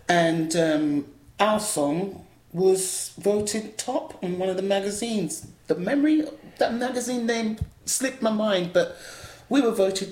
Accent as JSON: {"language": "English", "town": "Islington", "region": "London", "country": "United Kingdom", "tie": "born or raised there", "also_born_or_lived": "Hackney", "said": "I grew up in Islington, London and Islington. My family. No, first of all, we were in Hackney"}